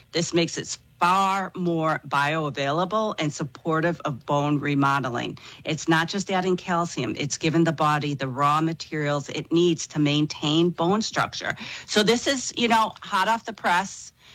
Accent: Ireland; I always say we don't count alcohol calories because I'm the Irish dietitian.

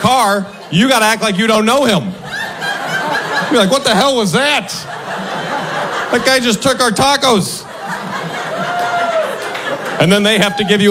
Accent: Omaha, Nebraska, United States; Grew up in Omaha, Nebraska. There wasn't a whole lot to do growing up in Omaha

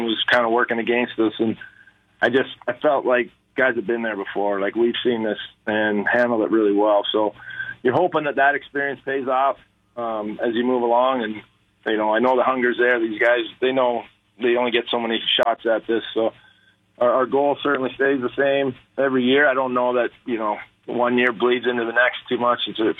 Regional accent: Ottawa, Ontario, Canada; born there; I was born in Ottawa. I didn't spend any time there.

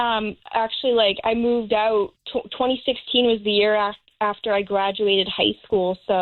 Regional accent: Abington, Massachusetts, United States; moved away as an adult; now in Marshfield, United States; I'm originally from Abington, and we moved here in 2016.

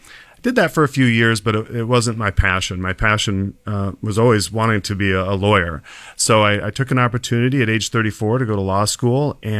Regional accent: Nebraska, United States; moved away as an adult; also born or lived in Minneapolis; now in Western New York, United States; I didn't grow up in upstate Western New York. I grew up in Nebraska. I went to the University of Nebraska

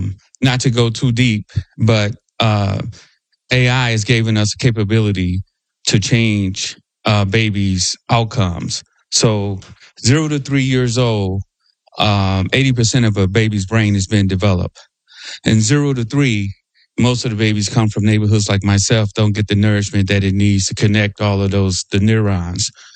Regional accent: Madison, Illinois, United States; I'm from Madison, Illinois, so on the east side.

